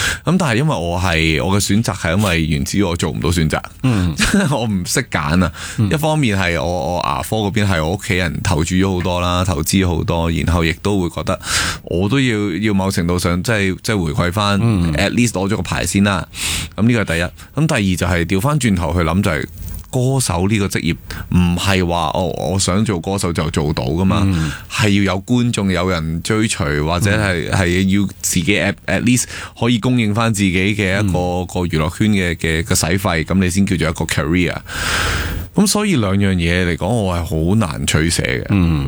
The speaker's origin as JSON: {"language": "Cantonese", "country": "Hong Kong"}